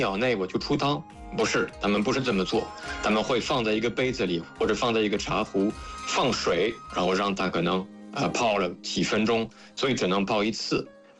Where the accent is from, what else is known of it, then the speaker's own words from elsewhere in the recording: France; Chinese is a second language; 就等于我作为一个法国人，我也并不能说法国人对茶有什么要求什么需求我完全都了解